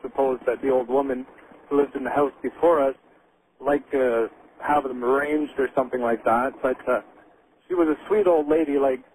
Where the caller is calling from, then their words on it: Kingston, Ontario, Canada; I'm calling you from Kingston, Ontario, Canada.